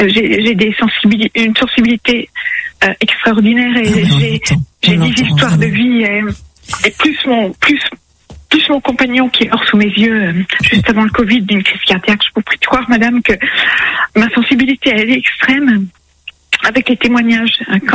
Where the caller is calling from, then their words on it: Lille, Hauts-de-France, France; J'habite à Lille